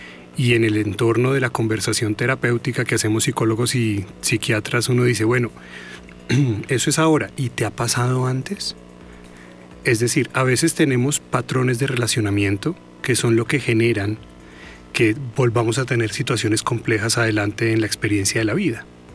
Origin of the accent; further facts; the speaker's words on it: Manizales, Caldas, Colombia; yo que soy de Manizales